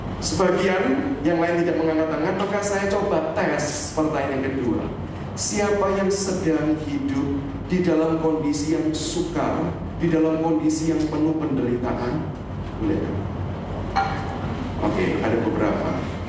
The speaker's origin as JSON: {"language": "Indonesian", "town": "Surabaya", "region": "East Java", "country": "Indonesia", "said": "Saya berasal dari Surabaya dan saat ini saya melayani sebagai dosen dan kepala pusat kerohanian di Universitas Kristen Petra Surabaya."}